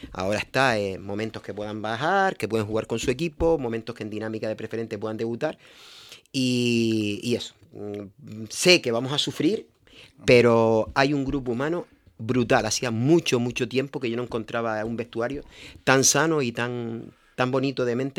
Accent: Spain; Es mi pueblo, es mi escudo, es donde empecé dándole patadas a un balón.

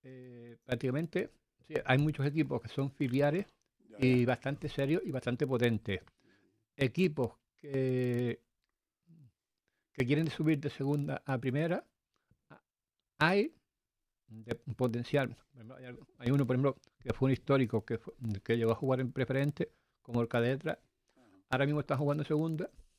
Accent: Teror, Canary Islands, Spain

